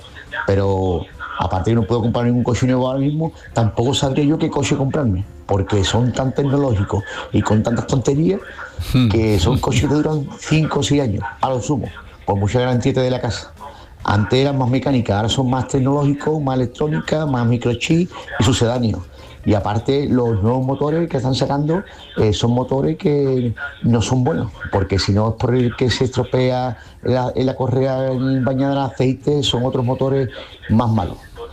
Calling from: Cádiz, Andalusia, Spain; aquí de Cádiz.

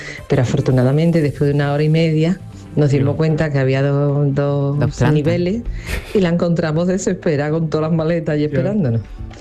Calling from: Cádiz, Andalusia, Spain; Buenos días … de Cádiz.

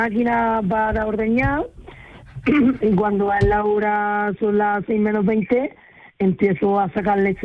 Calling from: Alboloduy, Andalusia, Spain; Yo estoy en un pueblecito pequeño de Almería, en una granja de cabras.

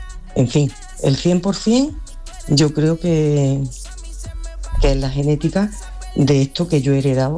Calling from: Córdoba, Andalusia, Spain; de Córdoba.

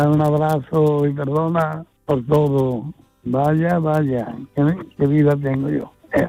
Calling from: Padul, Andalusia, Spain; … de Padul.

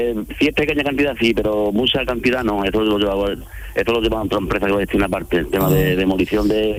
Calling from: Arcos de la Frontera, Andalusia, Spain; Estoy aquí en Arco de la Frontera

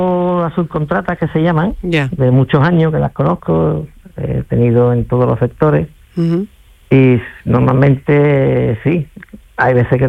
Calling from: Jerez de la Frontera, Andalusia, Spain; De aquí, de Jerez.

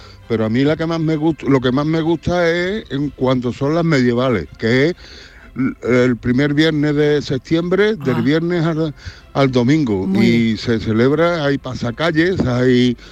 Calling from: Alanís, Andalusia, Spain; Aquí en Alanís, ahora en este fin de semana es la feria del pueblo, que se celebra en la Alameda del Parral.

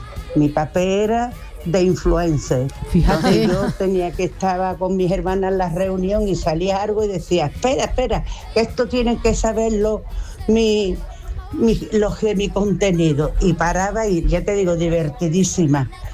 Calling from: Jerez, Andalusia, Spain; de Jerez. Pues yo la última actuación que hice fue en fin de curso en el centro de mayores de las torres de aquí de Jerez

